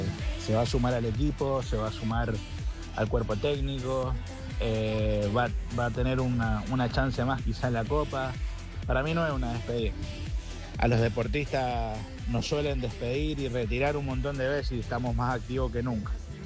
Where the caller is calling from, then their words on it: Mendoza, Argentina; de Mendoza los saluda